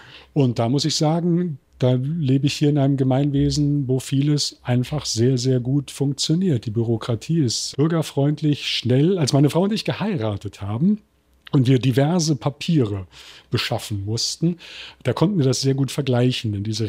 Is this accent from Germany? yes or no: no; Taiwan; accent: Taiwanese; German is a second language; Ich kann es noch. Ich glaube, ich habe auch noch keinen taiwanischen Akzent, wenn ich Deutsch spreche. Aber in der Tat, es ist für mich die Sprache, in der ich meine Bücher schreibe